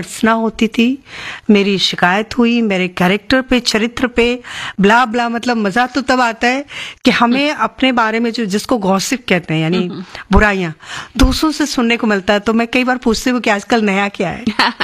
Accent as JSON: {"language": "Hindi", "region": "Bihar", "country": "India"}